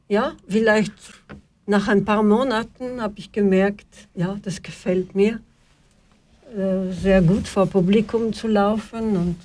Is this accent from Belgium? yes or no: yes; Brussels, Brussels-Capital Region, Belgium; moved away; Ich bin in Brüssel aufgewachsen. Mein Vater war flämisch, also belgisch-flämisch, und meine Mutter aus der Bretagne.